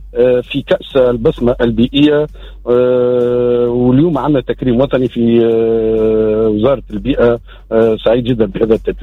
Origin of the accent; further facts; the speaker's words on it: Tunisia; احنا زاد عندنا في تونس وفي صفاقس